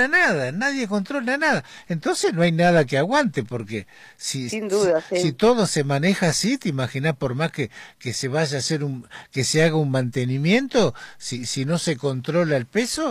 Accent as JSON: {"language": "Spanish", "town": "Laprida", "region": "Buenos Aires Province", "country": "Argentina", "tie": "born there", "moved": "yes", "said": "cuando suelo ir a mi pueblo, a La Prida, en la provincia de Buenos Aires"}